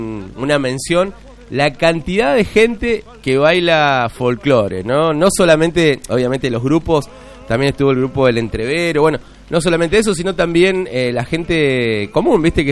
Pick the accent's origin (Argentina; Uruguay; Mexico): Argentina; qué nos pasa hoy como argentinos